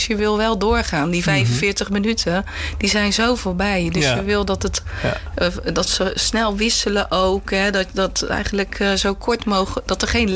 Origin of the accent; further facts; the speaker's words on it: Fijnaart, North Brabant, Netherlands; ik kom uit Feyenaard, Noord-Brabant.